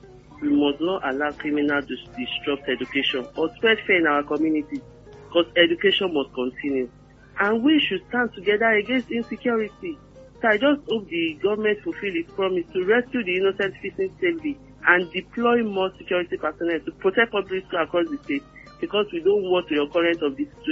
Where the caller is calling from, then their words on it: Nigeria; Just calling from Alakia.